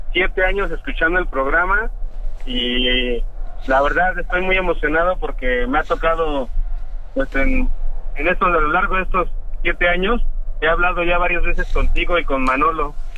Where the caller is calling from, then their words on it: State of Mexico, Mexico; Estoy aquí en el Estado de México